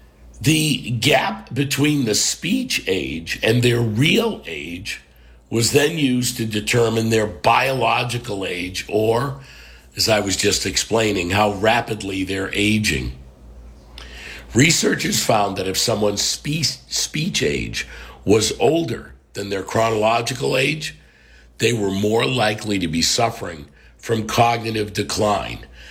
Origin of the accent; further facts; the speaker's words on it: Ireland; I can make that joke because I'm Irish.